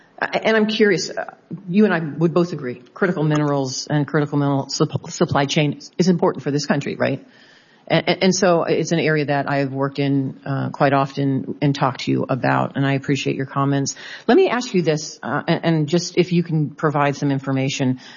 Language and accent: English; Las Vegas, Nevada, United States; I have seen that in my home state of Las Vegas.